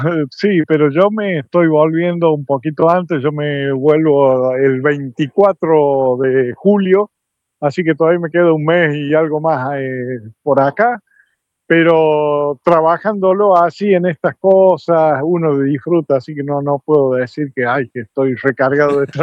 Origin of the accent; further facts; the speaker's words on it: Córdoba, Argentina; hay algo que también me llama la atención como cordobés